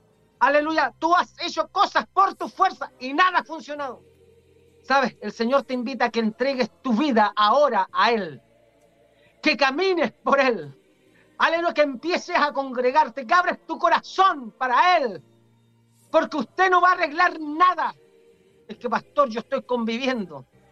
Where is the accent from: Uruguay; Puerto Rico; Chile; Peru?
Chile; como decimos en Chile